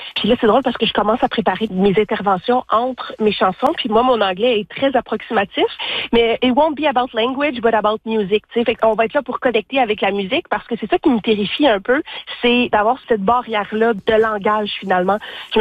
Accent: Ottawa, Ontario, Canada; Moi, je viens d'Ottawa. Mais j'ai l'impression que les gens de l'Ontario nous voyaient comme des Québécoises.

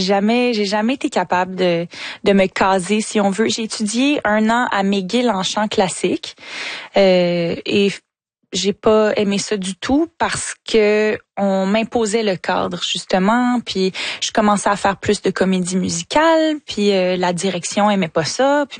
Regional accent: Montreal, Quebec, Canada; On est tellement bien au Québec. Vive le Québec. J'aime tellement, tellement ma ville, Montréal et le Québec en entier.

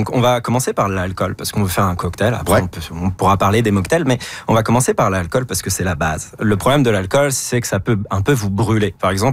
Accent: France

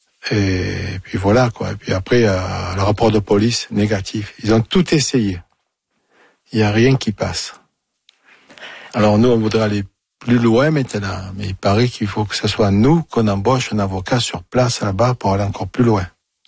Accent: Marseille, Provence-Alpes-Côte d'Azur, France; avec mon accent, je suis à de Marseille, bien sûr.

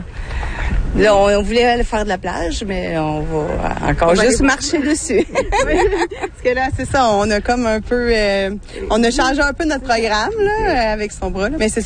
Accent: Quebec City, Quebec, Canada

